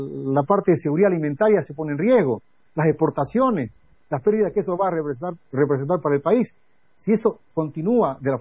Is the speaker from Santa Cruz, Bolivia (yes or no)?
yes; Santa Cruz, Bolivia; como boliviano, como cruceño.